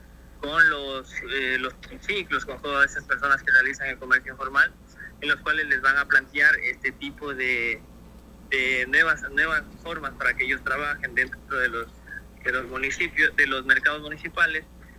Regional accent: Santo Domingo, Santo Domingo de los Tsáchilas, Ecuador; moved away as an adult; Yo soy de aquí de Santo Domingo. Por mi trabajo me ha tocado irme a otras ciudades, pero hoy he vuelto acá a Santo Domingo

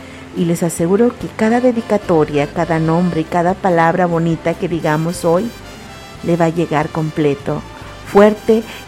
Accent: Tizimín, Yucatán, Mexico; transmitiendo con mucho orgullo y mucho amor desde mi tierra bonita, desde Tizimín, Yucatán, para todo el mundo.

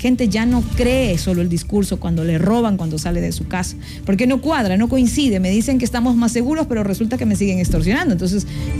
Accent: Ecuador; no permitamos como ecuatorianos

